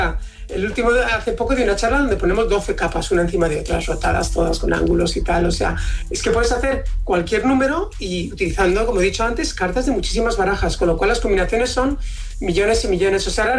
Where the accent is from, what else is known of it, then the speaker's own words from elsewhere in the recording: Valencian Community, Spain; como buen valenciano nos tenemos que corregir y puntualizar mucho